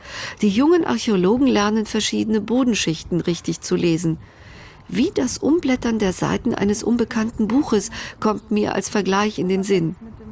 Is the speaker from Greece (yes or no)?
yes; Greece; werde ich als Griechin besonders hellhörig.